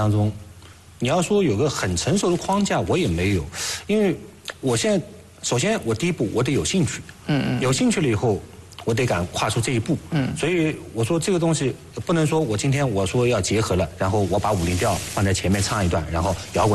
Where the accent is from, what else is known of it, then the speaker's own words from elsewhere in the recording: Hangzhou, Zhejiang, China; 我的一个先天优势就是我是杭州人， 那杭州人他这个武林调，他就是得说杭州话。